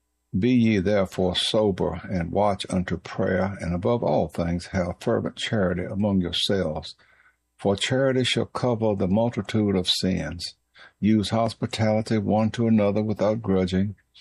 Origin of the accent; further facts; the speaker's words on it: Cascade, Virginia, United States; Cascade, Virginia, my hometown.